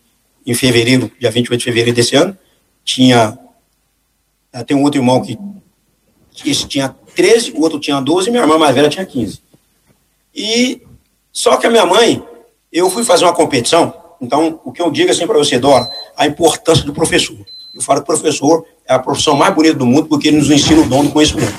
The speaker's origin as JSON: {"language": "Portuguese", "town": "Três Lagoas", "region": "Mato Grosso do Sul", "country": "Brazil", "tie": "born or raised there", "also_born_or_lived": "United States", "moved": "as an adult", "said": "eu saí de Três Lagoas."}